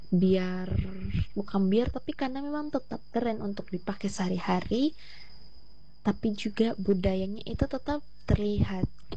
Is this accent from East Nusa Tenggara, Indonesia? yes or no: yes; Manggarai, East Nusa Tenggara, Indonesia; Kalau di kampung saya sendiri tuh ada namanya rumah adat Todo atau Niang Todo.